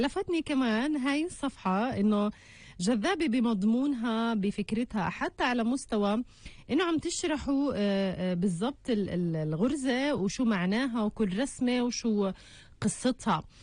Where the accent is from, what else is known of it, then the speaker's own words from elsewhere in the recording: Palestine; وثوبنا الفلسطيني